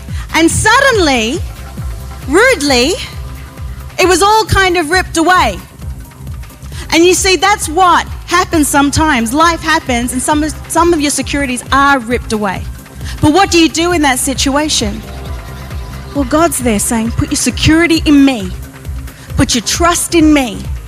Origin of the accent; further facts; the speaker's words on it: Australia; I'm Australian.